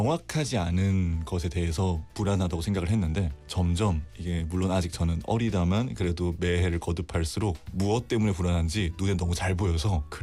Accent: Seoul, South Korea; born there; also born or lived in Gyeonggi Province; now in Busan, South Korea; 원래는 계속 서울에 살다가

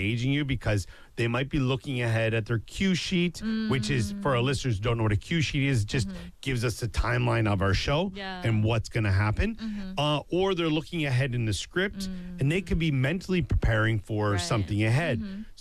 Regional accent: Canada; I think as a Canadian, it's like the apology is automatic.

